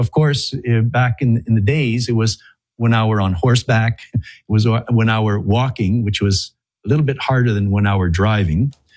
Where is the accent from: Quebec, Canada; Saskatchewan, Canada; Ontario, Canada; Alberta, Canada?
Quebec, Canada; Chicoutimi; I'm French Canadian. I'm actually from a place called Saguenay, Lake St. John, a city called Chicoutimi, north of Quebec City.